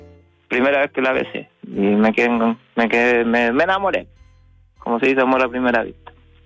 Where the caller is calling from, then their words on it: Santiago, Santiago Metropolitan Region, Chile; yo estoy en Santiago